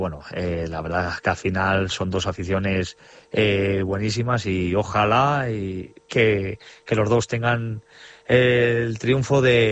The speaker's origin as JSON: {"language": "Spanish", "town": "Salamanca", "region": "Castile and León", "country": "Spain", "also_born_or_lived": "Vitoria", "moved": "as an adult", "said": "Sí, me volví a mi tierra. No era en principio la idea mía de quedarme a vivir en Salamanca. De hecho, mi idea era acabar viviendo en Vitoria."}